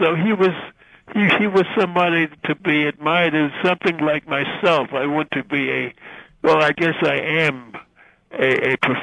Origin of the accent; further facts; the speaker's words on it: New York City, New York, United States; I was born in Harlem